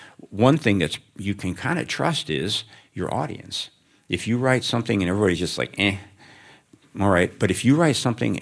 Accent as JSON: {"language": "English", "town": "Chicago", "region": "Illinois", "country": "United States", "tie": "born or raised there", "said": "I grew up in Chicago on the South Side and in the late 60s and 70s, and looking back, in that community, one of the ways you expressed love was by sarcasm."}